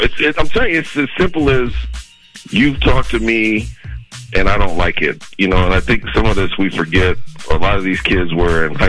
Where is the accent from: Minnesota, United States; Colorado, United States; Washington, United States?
Minnesota, United States; I'm from Minnesota. I know how we are.